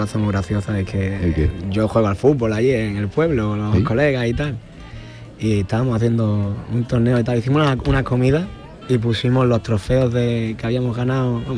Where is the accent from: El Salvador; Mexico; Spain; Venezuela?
Spain; Benalup-Casas Viejas, Andalusia; Mi pueblo es mi pueblo, yo no soy de Cádiz, yo soy de Benalú.